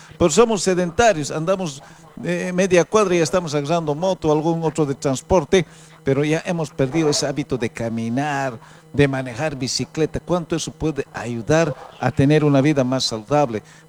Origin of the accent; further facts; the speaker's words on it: Llallagua, Potosí, Bolivia; moved away; Allá en mi natal Yayagua